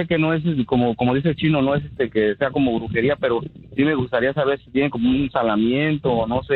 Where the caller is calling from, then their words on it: Modesto, California, United States; De aquí, de Modesto, California.